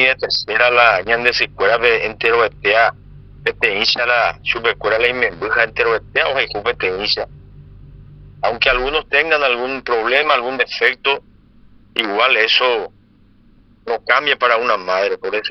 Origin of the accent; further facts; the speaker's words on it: Paraguay